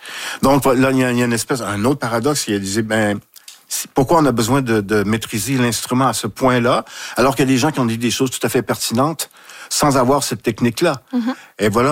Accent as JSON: {"language": "French", "town": "Saguenay", "region": "Quebec", "country": "Canada", "tie": "born or raised there", "said": "C'est le milieu d'où je viens. Je viens de Saguenay. J'ai été éduqué, élevé à côté de l'usine"}